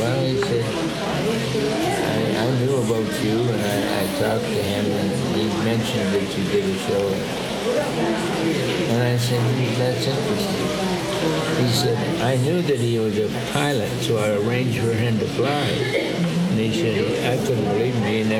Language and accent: English; Canada; I am the Canadian